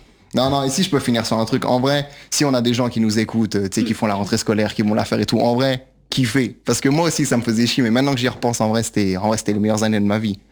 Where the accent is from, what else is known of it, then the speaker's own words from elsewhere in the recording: Brittany, France; Non, moi je suis breton moi à la base.